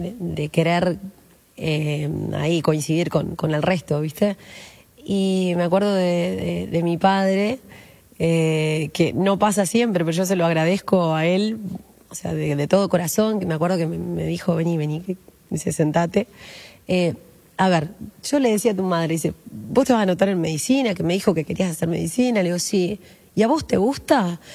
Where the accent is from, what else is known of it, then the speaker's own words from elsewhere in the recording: Minas, Lavalleja, Uruguay; moved away as an adult; yo soy de Minas, sí.